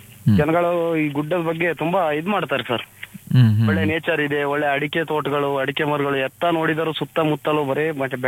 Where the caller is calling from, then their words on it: Channagiri, Karnataka, India; Channagiri surrounding, ಒಳಕಿರ surrounding, ಇದು ನಮ್ದು